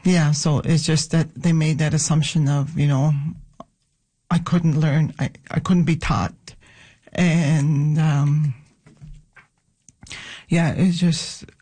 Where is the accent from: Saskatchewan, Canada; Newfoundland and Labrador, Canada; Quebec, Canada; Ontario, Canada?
Quebec, Canada; Shagit; first language Innu; English is a second language; course, my background, I come from a small community in Shagit. Grew up in Shagit, and I speak Innu. My first language is Innu.